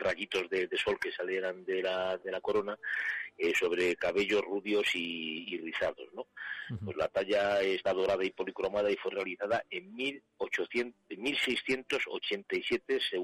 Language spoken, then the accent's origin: Spanish; Gómara, Castile and León, Spain; Y además un recuerdo enorme pues para el padre de Vanessa Gascón, don Miguel Gascón, panadero de mi pueblo, de Gómara